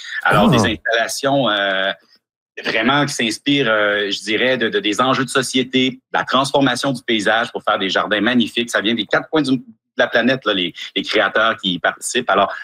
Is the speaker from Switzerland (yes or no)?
no; Quebec, Canada; Et tout ça, c'est chez nous, au Québec, sur la Côte-Nord, à bord d'un Zodiac.